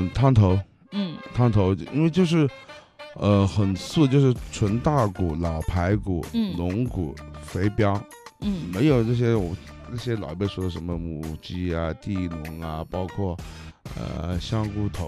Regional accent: Changsha, Hunan, China; 我长沙人吃了39年了

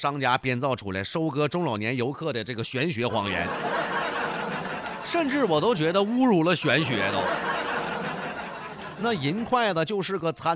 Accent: Northeast China, China; accent: Northeastern Mandarin; 我们东北话里面这个就是不分嘛

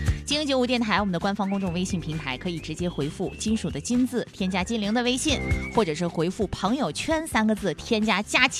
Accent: Hunan, China; 我们湖南人接受度非常的高

